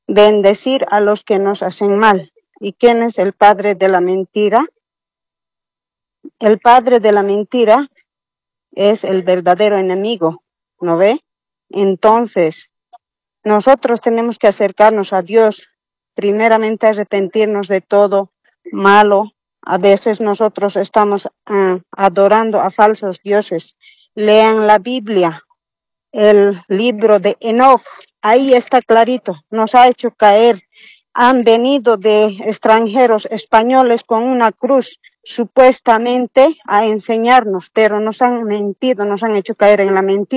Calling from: Cochabamba, Bolivia; Hablo de Cochabamba.

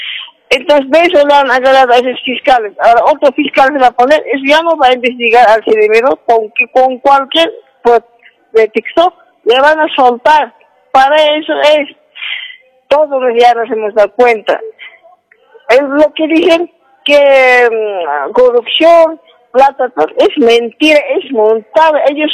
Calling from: La Paz, Bolivia; Estoy llamando de Ciudad de La Paz, de La Hollada.

